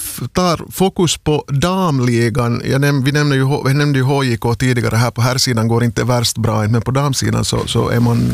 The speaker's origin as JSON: {"language": "Swedish", "town": "Vaasa", "region": "Ostrobothnia", "country": "Finland", "said": "Det är säkert jag förstås som Vasabo inbiten en VPS-match."}